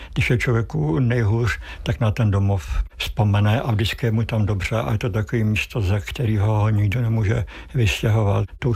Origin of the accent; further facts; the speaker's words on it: Prague, Czechia; also born or lived in Vyšehrad, Prague; Já jsem se narodil pod Vyšehradem, ale bydleli jsme v Košířích, čiliže já do svých 15 let jsem v těch Košířích bydlel.